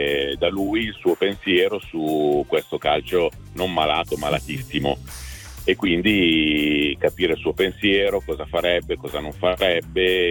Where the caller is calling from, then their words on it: Milan, Lombardy, Italy; io sono milanese.